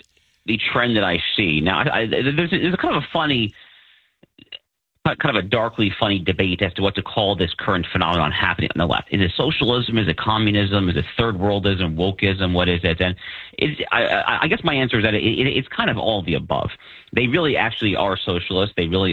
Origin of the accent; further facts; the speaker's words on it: New York, United States; I grew up in the New York suburbs.